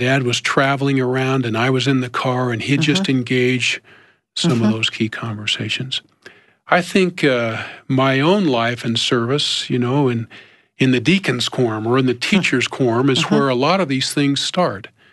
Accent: California, United States; And we had, where I grew up in California in my teen years, early morning seminary.

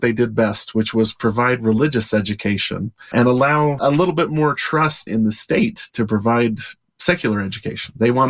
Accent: Delta, Utah, United States; Near where I grew up in Delta, Utah, in Hinckley, there's still the Church Academy building, still standing.

